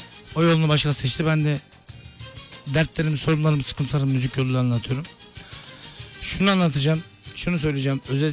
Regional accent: Ankara, Turkey; now in İzmir, Turkey; Şu an İzmir'deyim. Benim için de güzel bir tesadüf oldu. Ben kendim Ankaralıyım.

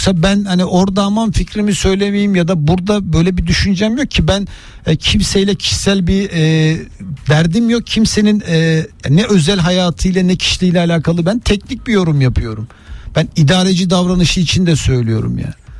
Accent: Istanbul, Turkey; ben Gazi Osman Paşa'da büyüdüm. Hani Senin o hani varoş diye anlattıkları böyle eğitim konusunda problemli bir yerde büyümüşüm.

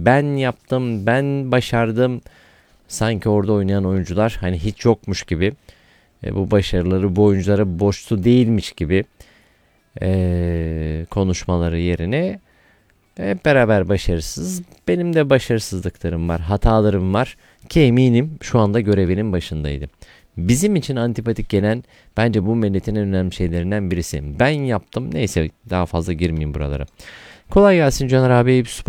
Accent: Tuzluca, Iğdır, Turkey; moved away; Ben de tabii bir doğuluyum. Birçoğunuz biliyorsunuz, Iğdırlıyım. Hatta orada doğdum. İlkokulu da orada okudum. Buradan da ilime, şehrime, Iğdır'ın Tuzluca ilçesine doğdum, büyüdüm.

